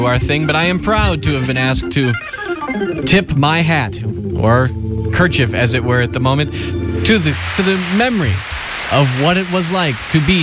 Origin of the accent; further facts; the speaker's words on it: United States